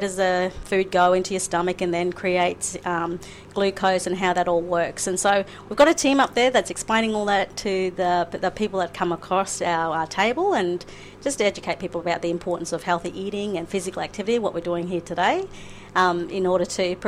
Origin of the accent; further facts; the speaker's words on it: Queensland, Australia; I'm from Queensland